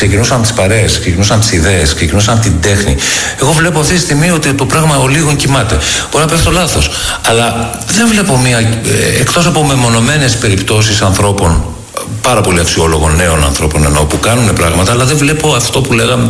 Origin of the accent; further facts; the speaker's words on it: Greece; όταν είμαι εκτός Ελλάδος και κάποιος πάει να μου θίξει την πατρίδα μου